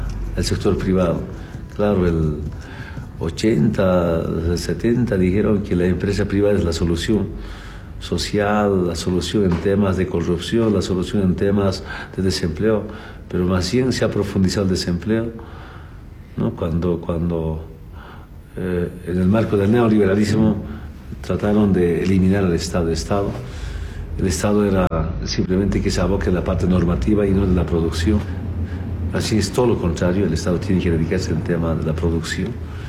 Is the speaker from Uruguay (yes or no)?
no; Orinoco, Oruro, Bolivia; moved away; also born or lived in Chapare; Yo escuchaba ya, como adolescente en Orinoco, que mi tierra de origen